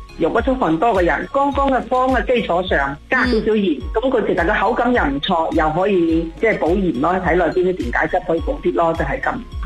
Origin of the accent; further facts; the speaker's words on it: Guangdong, China; 我哋广东人好中意煲汤啊